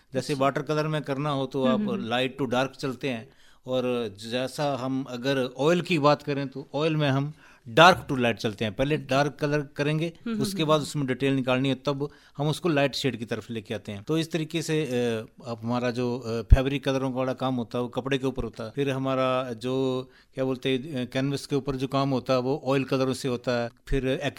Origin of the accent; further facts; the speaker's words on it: Kangra, Himachal Pradesh, India; मैं कांगड़ा प्रॉपर बाजार शहर के साथ, मेरा एक छोटा सा गांव है रिलेशन के साथ, वहां से मैं बिलोंग करता हूँ।